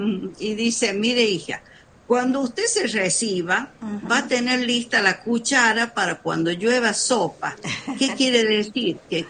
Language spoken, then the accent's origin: Spanish; Ambil, La Rioja, Argentina; yo nací en Ambil, Departamento General Ocampo.